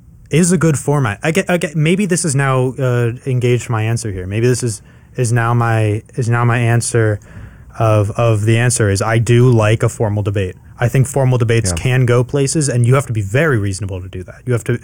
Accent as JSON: {"language": "English", "region": "California", "country": "United States", "said": "as a Californian, should I vote for the president thing?"}